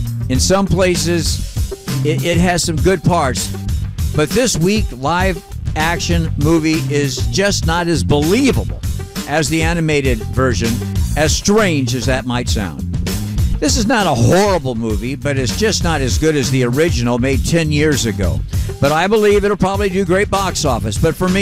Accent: Hawaii, United States; moved away; Now, as you know, I am from Hawaii

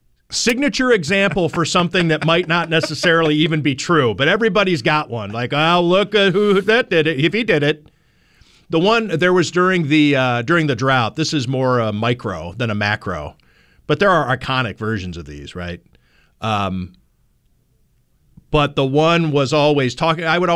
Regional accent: Buffalo, New York, United States; I love my hometown. I'm so proud of being from Buffalo.

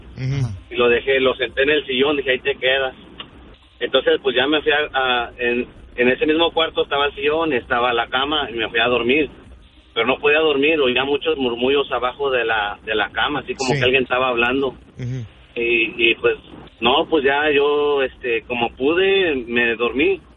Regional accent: Guanajuato, Mexico

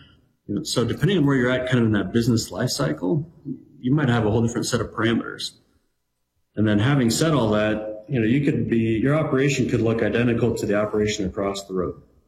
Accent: Iowa, United States; So I grew up in Central Iowa.

